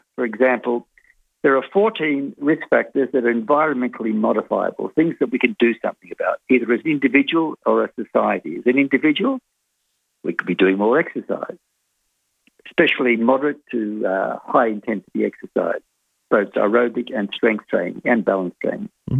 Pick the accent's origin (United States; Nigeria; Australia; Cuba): Australia; as Senior Australian of the Year, I've set myself two goals